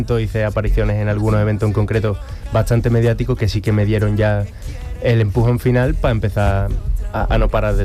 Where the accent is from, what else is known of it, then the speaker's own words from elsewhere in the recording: Mairena del Aljarafe, Andalusia, Spain; canto aquí en Mairena de las Jarafes, en mi pueblo.